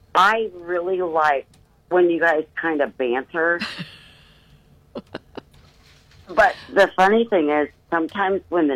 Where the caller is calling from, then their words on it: Jackson Township, Ohio, United States; I'm calling from Jackson Township.